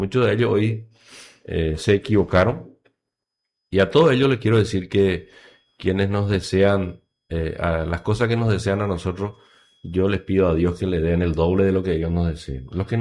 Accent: Cambyretá, Itapúa, Paraguay; Cambretá Centro, donde yo nací

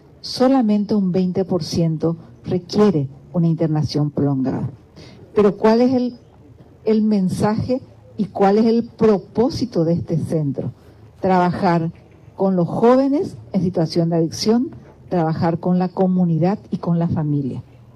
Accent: Encarnación, Itapúa, Paraguay; estar en mi ciudad natal, mi querida Encarnación.

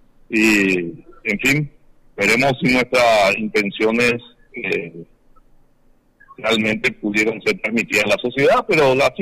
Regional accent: Fram, Itapúa, Paraguay; now in Encarnación, Paraguay; yo soy de Fran

